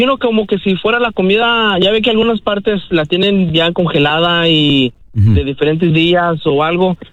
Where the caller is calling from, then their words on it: Phoenix, Arizona, United States; Desde Phoenix, Arizona.